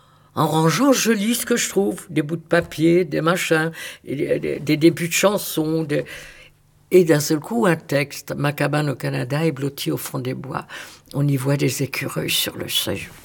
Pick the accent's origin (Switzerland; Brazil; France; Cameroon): France; Hauts-de-France; moved away; je fais le ménage parce que je viens du Nord